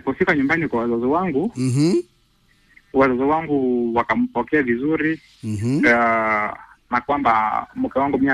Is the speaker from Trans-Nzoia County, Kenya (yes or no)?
yes; Trans-Nzoia County, Kenya; born there; Kwetu ni Chepchoina na kwao ni Kayo.